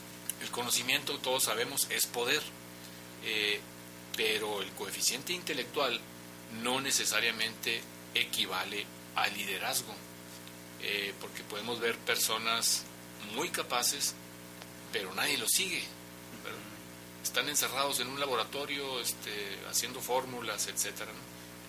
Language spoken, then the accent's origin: Spanish; Sonora, Mexico; aquí los norteños somos más dados, yo que soy de Sonora, ¿verdad?, a ser más directos.